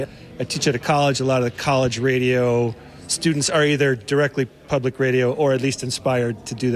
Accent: Colorado, United States; I'm from Colorado.

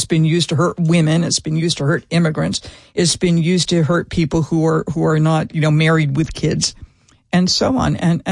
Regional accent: North Dartmouth, Massachusetts, United States; I grew up in North Dartmouth, Massachusetts. So if you know the neighbor, it's in between New Bedford and Fall River, or New Bedford and Fall River. And it was predominantly Portuguese Roman Catholic.

